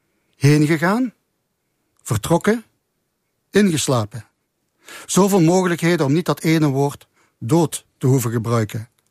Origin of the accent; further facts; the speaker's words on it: Limburg, Belgium; wat de gewoonte is bij ons in Limburg, het belang van Limburg.